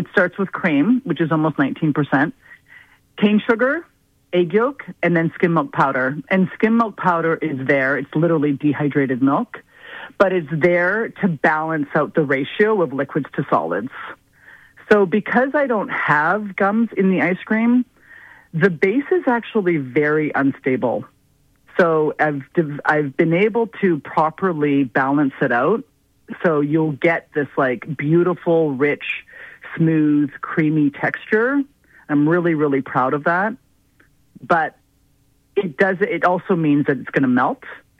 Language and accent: English; Canada; growing up here in Canada